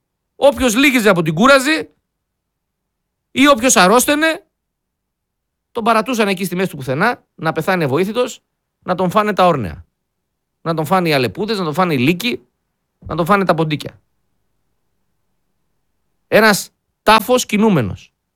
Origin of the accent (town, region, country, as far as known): Greece